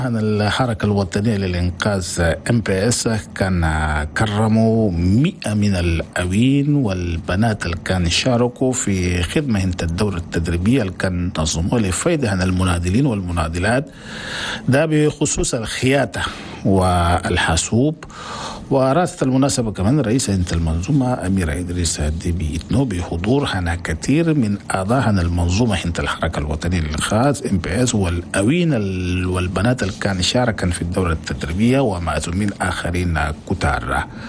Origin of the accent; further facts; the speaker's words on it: Chad; بلدنا تشاد.